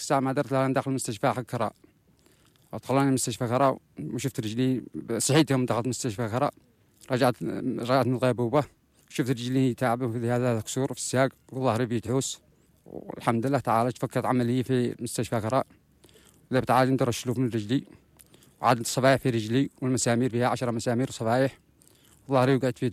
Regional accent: Sirwah District, Marib, Yemen; moved away as an adult; now in displacement camp, Yemen; من أبا محافظة مأرب مديرية صرواح، العمر 32 سنة.

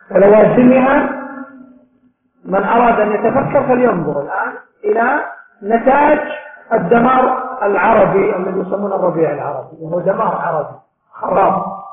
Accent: Saudi Arabia; عندنا في المملكة العربية السعودية

